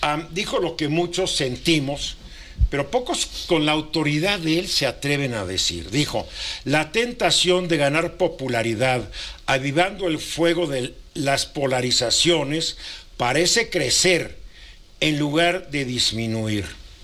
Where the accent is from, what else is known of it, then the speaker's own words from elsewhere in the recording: Mexico City, Mexico; born there; yo nací en la Ciudad de México, hijo, nieto, bisnieto, tataranieto de chiapanecos. Pero no niego mi origen mexica.